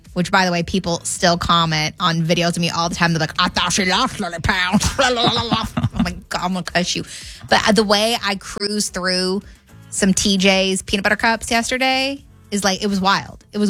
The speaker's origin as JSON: {"language": "English", "country": "United States"}